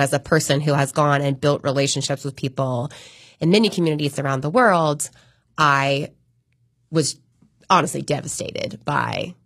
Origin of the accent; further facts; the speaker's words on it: Raleigh, North Carolina, United States; So my parents were divorced when I was 5, and my mom lived in North Raleigh, and my dad lived in South Raleigh and Southeast Raleigh when I was really little.